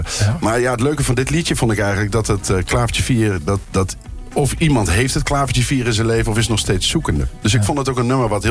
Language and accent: Dutch; Kampen, Overijssel, Netherlands; ik kom uit Kampen. Eigenlijk muzikale stad Kampen. Daar komen natuurlijk meer muzikanten vandaan.